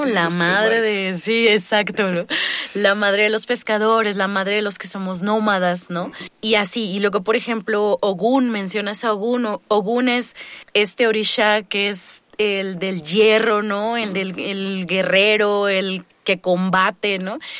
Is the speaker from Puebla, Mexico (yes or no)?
yes; Puebla, Mexico; moved away as an adult; now in Colombia; yo viví mi niñez en Puebla